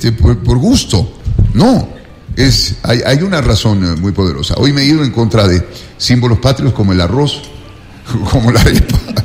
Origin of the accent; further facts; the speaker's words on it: Ecuador; los ecuatorianos nacidos aquí